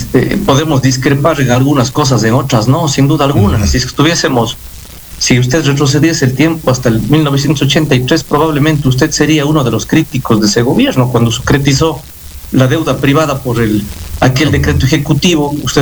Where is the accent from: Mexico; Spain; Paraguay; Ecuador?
Ecuador; nosotros como ecuatorianos